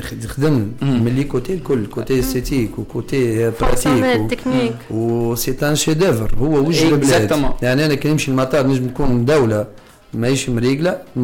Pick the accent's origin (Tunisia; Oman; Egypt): Tunisia; واحنا يمكن في تونس عندنا البديل عندنا الحاجة العربية اللي ناكلوها